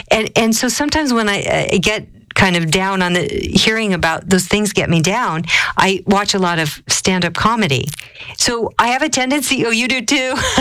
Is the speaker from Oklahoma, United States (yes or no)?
no; Colorado, United States; I come from Colorado. It's bone dry there.